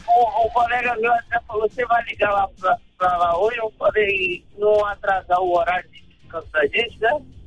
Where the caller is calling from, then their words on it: Vila Velha, Espírito Santo, Brazil; Aqui de Vila Velha, do Espírito Santo.